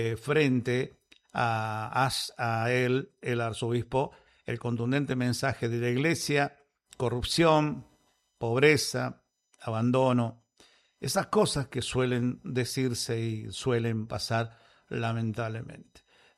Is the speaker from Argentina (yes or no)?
yes; Argentina; lo que está pasando en nuestro país